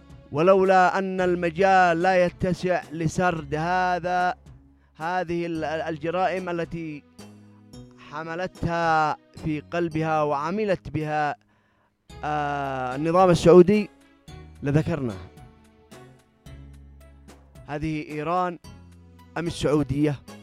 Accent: Yemen; لتدفعنا اليمنيين

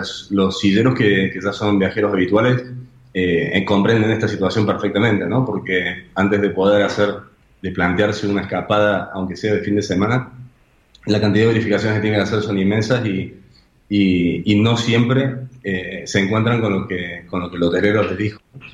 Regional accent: Argentina; quiero poder hacer que venga gente a mi país

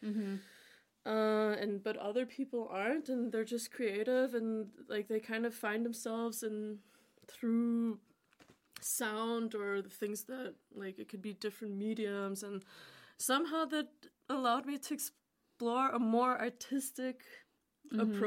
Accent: Canada; oh, where are you from? Oh yeah, I'm Canadian. Oh no, where are you actually? I'm Kurdish.

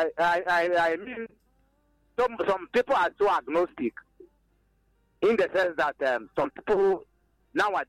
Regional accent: Ebonyi, Nigeria; I'm reaching you from my hometown here in Nkomoro, in the Ezekon Autonomous Community, in Inyaba, the main center of Ebonyi State.

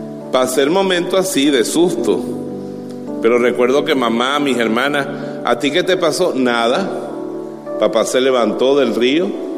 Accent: Bejuma, Carabobo, Venezuela; Cuando yo estaba pequeño, un día fuimos a la hacienda Santa María que quedaba frente a mi pueblo en Bejuma.

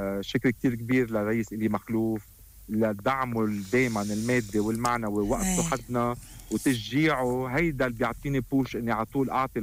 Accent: Lebanon

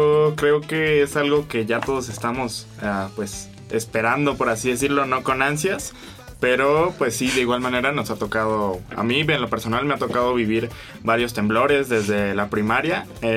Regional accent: Michoacán, Mexico; Del estado de Michoacán.

